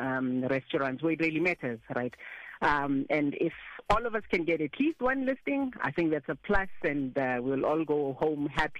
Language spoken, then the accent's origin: English; South Africa; I can say I'm proudly South African and I fly the flag as high as I possibly can.